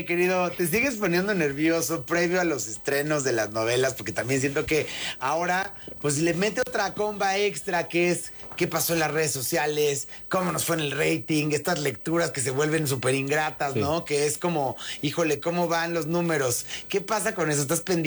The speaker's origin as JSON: {"language": "Spanish", "country": "Mexico", "said": "a nosotros como mexicanos"}